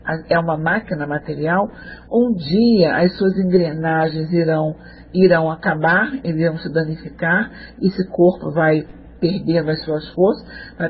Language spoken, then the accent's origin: Portuguese; Rio de Janeiro, Brazil; sou carioca